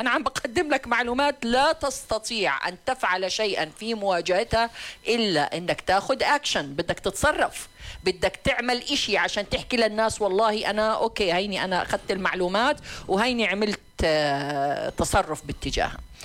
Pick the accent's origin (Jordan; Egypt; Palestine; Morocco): Jordan